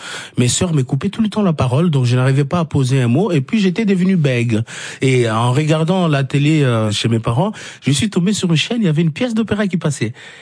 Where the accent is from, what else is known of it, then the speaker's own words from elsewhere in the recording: Kolwezi, Lualaba, DR Congo; moved away; entre moi de venir de Kolwezi, ma ville natale, jusque en Europe, en Belgique, France, ça a été un chemin.